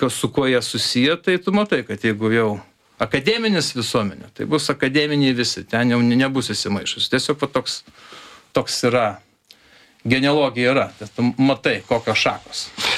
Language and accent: Lithuanian; Anykščiai, Utena County, Lithuania; aš kilęs iš Anykščių, aš kai parvažiuoju Anykščius, tai aš, kaip sakoma, gatvėj, manau, kad ten beveik visi yra susiję.